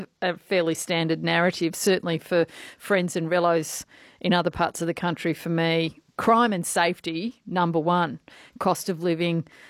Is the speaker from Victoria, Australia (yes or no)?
yes; Victoria, Australia; I shouldn't laugh. I'm formerly from Victoria.